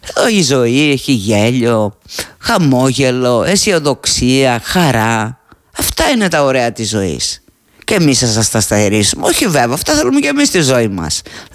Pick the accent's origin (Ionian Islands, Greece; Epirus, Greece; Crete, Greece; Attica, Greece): Crete, Greece; Όσο και αν λατρεύω την Κρήτη, όσο περήφανη και αν είμαι για την πατρίδα μου, αυτό ήξερα, δεν μπορώ να βγαίνω στο ραδιόφωνο και αρχίζω.